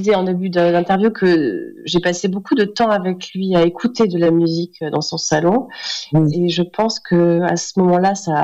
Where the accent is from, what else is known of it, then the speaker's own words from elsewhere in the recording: Montpellier, Occitanie, France; moved away; je viens régulièrement, oui, parce que c'est quand même mon pays natal et j'y suis très attachée.